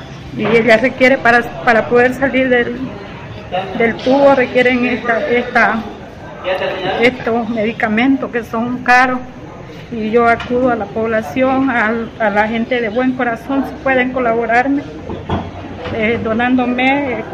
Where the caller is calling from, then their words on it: Exaltación, Beni, Bolivia; vengo de Exaltación hace desde el 4 de junio.